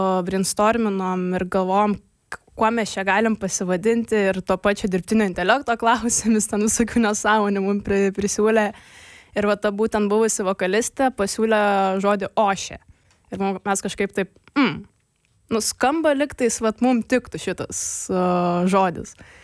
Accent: Radviliškis, Šiauliai County, Lithuania; Taip, mes esam patys iš Radviliškio

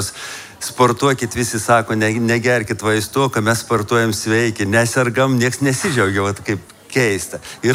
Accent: Samogitia, Lithuania; Tokie mes tikri žemaičiai esam

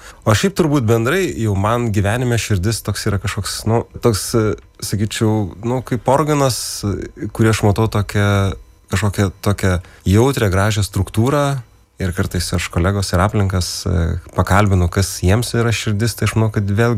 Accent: Gargždai, Klaipėda County, Lithuania; Augdamas nedėliam Gargždų miestelėje, tuomet turėjau keletą pasirinkimų

